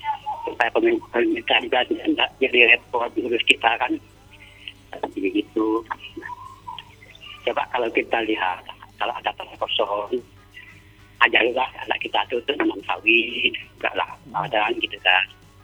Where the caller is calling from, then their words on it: Bonti, West Kalimantan, Indonesia; di kampung kami, di kampung Lanong.